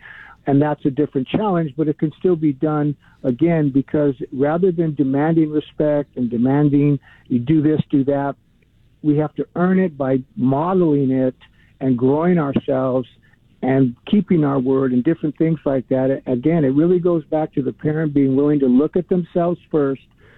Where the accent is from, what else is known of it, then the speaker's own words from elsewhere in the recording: Los Angeles, California, United States; And I grew up in Northeast L.A., which is, you know, there's known for violence and gangs and drugs and things like that.